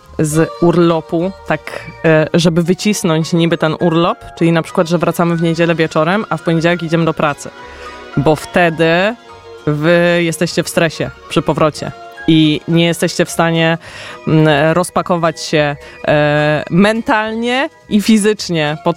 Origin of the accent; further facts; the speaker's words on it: Nowy Sącz, Lesser Poland, Poland; moved away as an adult; pochodzę z Nowego Sącza i wyemigrowałam z niego kilkanaście lat temu. Nie wiem ile już, 15?